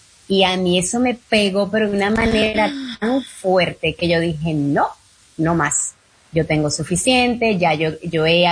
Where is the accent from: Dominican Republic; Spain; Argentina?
Dominican Republic; yo soy latina, que vine de República Dominicana y soy mujer y soy ingeniero